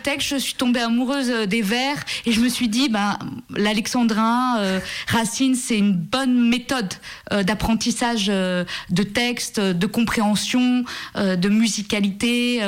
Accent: Saint-Étienne, Auvergne-Rhône-Alpes, France; born there; donc je ne suis pas lyonnaise, mais je suis stéphanoise. Je suis née à Saint-Étienne

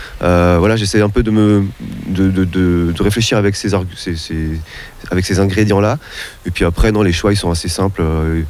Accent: Nancy, Grand Est, France; Donc c'est un collectif lorrain, moi je viens de Nancy.

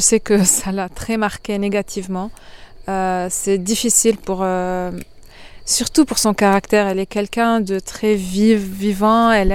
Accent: Lebanon; now in France; que en tant que Libanais, j'ai pas.

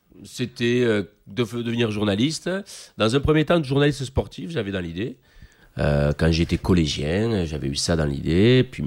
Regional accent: France; first language Occitan; grâce à la langue d'oc, qui est ma langue maternelle, que donc je parle depuis la naissance. J'ai fait aussi ma scolarité en occitan, dans des calendrettes.

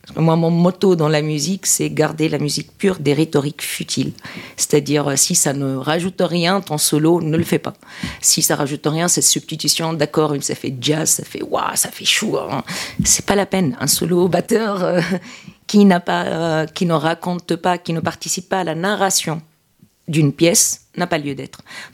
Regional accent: Tunisia; born or raised there

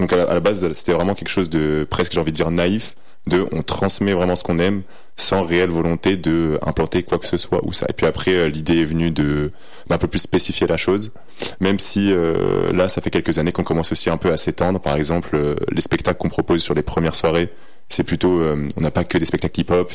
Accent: La Mure, Auvergne-Rhône-Alpes, France; En gros, moi j'ai commencé par le breakdance plus petit. Et comme à La Mure, c'était pas

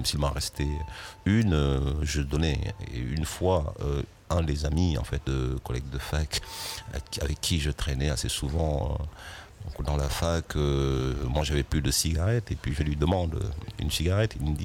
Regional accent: Senegal; c'est un mot que j'entendais même pas parler chez moi au Sénégal

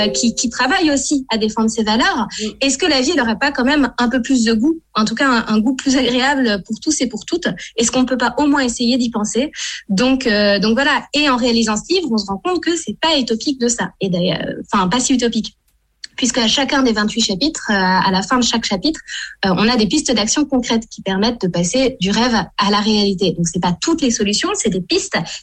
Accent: France; en tant que Français et Françaises

